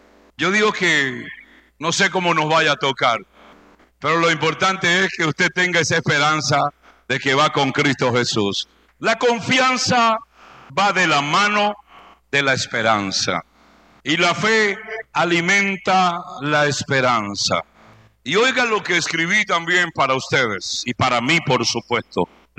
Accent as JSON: {"language": "Spanish", "country": "Venezuela"}